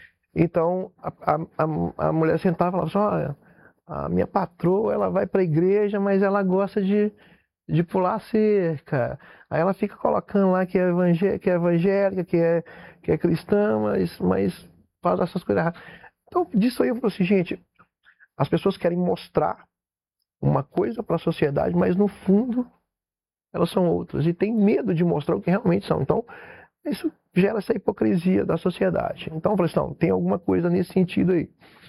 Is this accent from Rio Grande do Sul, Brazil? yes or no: no; Minas Gerais, Brazil; Para mim, que sou de Minas Gerais, vim nas maiores cidades do Brasil apresentar meu trabalho